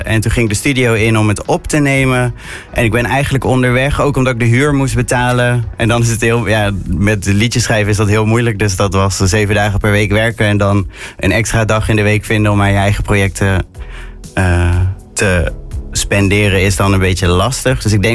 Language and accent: Dutch; 's-Hertogenbosch, North Brabant, Netherlands; moved away as an adult; also born or lived in Breda; Ik kwam uit Den Bosch